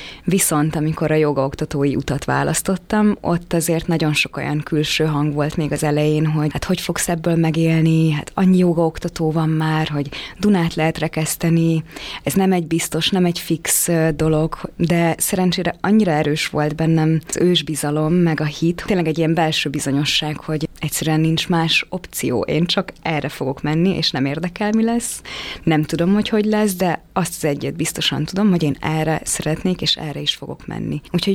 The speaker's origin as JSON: {"language": "Hungarian", "town": "Ajka", "region": "Veszprém County", "country": "Hungary", "tie": "born or raised there", "moved": "as an adult", "lives_now": "Budapest, Hungary", "said": "én 18 évesen költöztem fel Budapestre. Kerestem magamat. Vidéken éltem egyébként, Ajkán egy kisvárosban, ahol nem volt túl sok opció"}